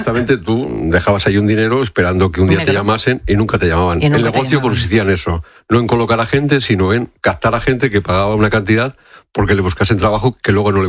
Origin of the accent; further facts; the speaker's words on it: Fermoselle, Castile and León, Spain; Eso es una casa de mi pueblo, de Fermosella.